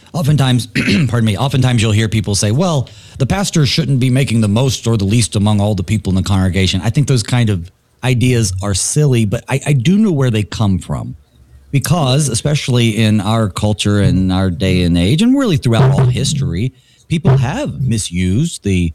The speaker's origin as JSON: {"language": "English", "region": "North Carolina", "country": "United States", "tie": "born or raised there", "said": "When I was growing up in Western North Carolina"}